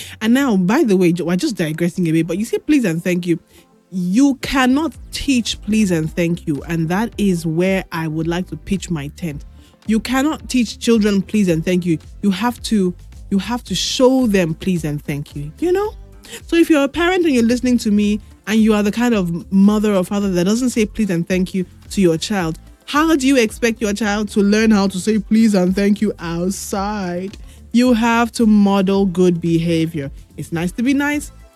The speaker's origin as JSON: {"language": "English", "country": "Nigeria", "said": "As a Nigerian"}